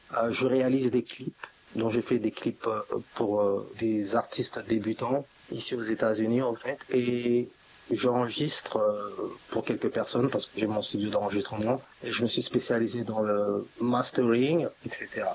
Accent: Bangui, Central African Republic; now in United States; C'est que moi, j'ai grandi en République centrafricaine à Bangui.

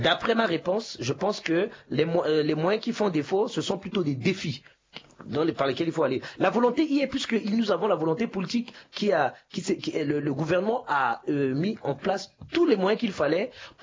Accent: Central African Republic; en tant que Centrafricain

